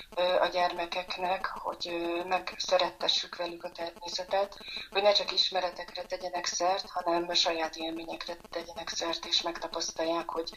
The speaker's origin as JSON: {"language": "Hungarian", "region": "Budapest", "country": "Hungary", "tie": "born or raised there", "said": "Egy budapesti 4. emeleti lakásban nőttem fel"}